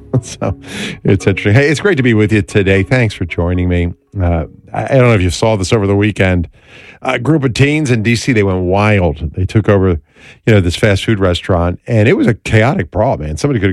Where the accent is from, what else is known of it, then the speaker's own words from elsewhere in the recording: East Coast, United States; accent: East Coast; Nick and I were just talking about my East Coast accent occasionally coming out.